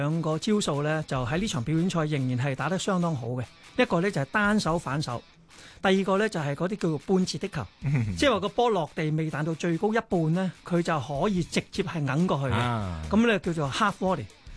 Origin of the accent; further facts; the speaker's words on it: Hong Kong; 我哋香港人都有咁大力量咧